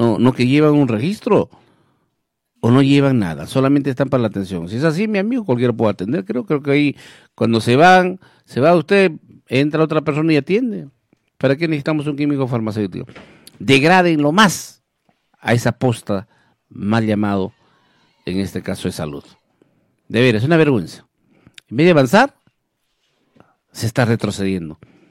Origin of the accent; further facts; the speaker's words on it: Villa Rica, Pasco, Peru; pero Villarrica, mi tierra hermosa, ¿ah? La tierra del café.